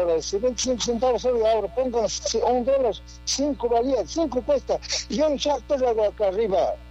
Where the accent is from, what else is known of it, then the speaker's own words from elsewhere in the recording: Cotopaxi, Ecuador; de mi tierra, de Chiñalo Alto